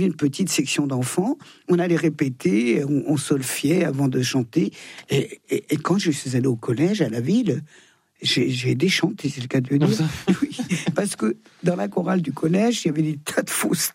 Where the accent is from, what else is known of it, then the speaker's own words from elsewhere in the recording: Thonon-les-Bains, Auvergne-Rhône-Alpes, France; born there; Je suis née à Thonon.